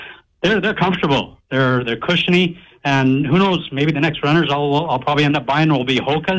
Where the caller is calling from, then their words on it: Nanaimo, British Columbia, Canada; from Nanaimo.